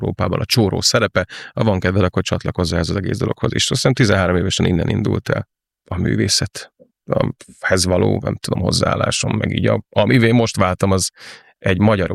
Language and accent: Hungarian; Borsod-Abaúj-Zemplén, Hungary; Tiszal utcán, Miskolc mellett 30-40 kilométer egy kis faluban nőttem fel